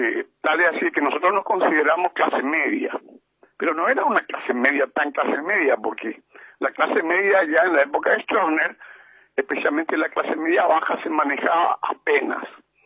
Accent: Paraguay; como paraguayo, digamos, porque yo nunca he abandonado mis raíces, somos supuestamente bilingües.

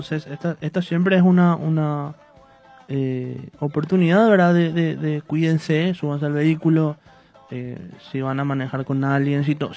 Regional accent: San Lorenzo, Central, Paraguay; yo soy san lorenzano, ¿verdad? Sí. San Lorenzo Centro

